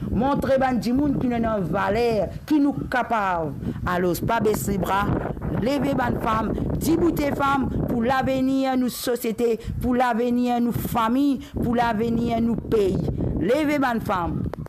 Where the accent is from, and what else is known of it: Rodrigues, Mauritius